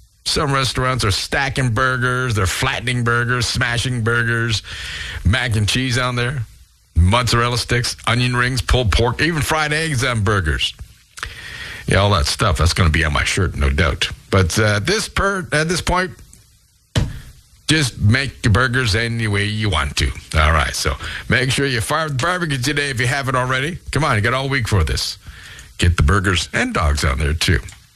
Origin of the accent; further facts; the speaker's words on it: Canada; Because we're Canadian.